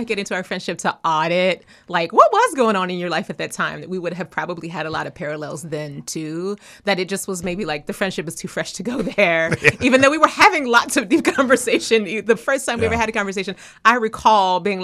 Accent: Chicago, Illinois, United States

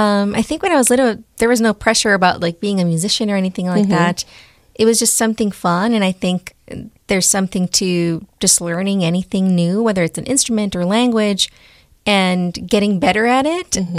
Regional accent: Chicago, Illinois, United States; a singer, songwriter, Mexican American, born and raised in Pilsen and Little Village, Chicago, to parents who migrated from Michoacan, Mexico. And I claim both Pilsen and Little Village because I moved back and forth a lot.

